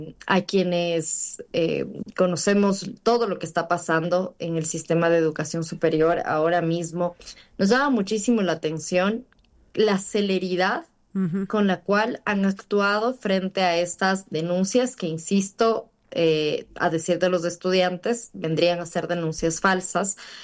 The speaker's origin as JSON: {"language": "Spanish", "country": "Ecuador", "said": "a nosotros como ecuatorianos y ecuatorianas"}